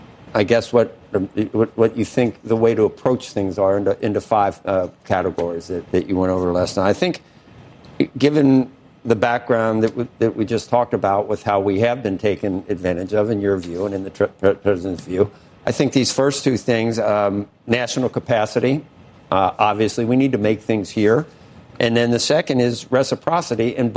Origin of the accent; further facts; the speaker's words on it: New Jersey, United States; I'm from New Jersey.